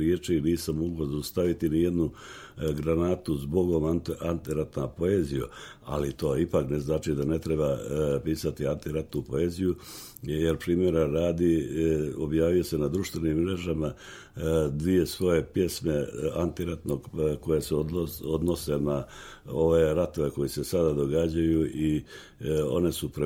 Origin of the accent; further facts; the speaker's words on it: Vrbica, Montenegro; me zanima život u Beranama, u mom rodnom kraju Vrbici, Petnici i u Crnoj Gori prije svega